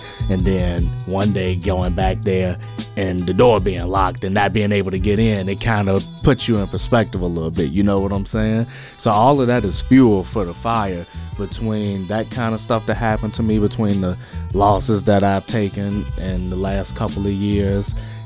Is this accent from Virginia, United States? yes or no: yes; Richmond, Virginia, United States; I bounced around all in that area when I was young.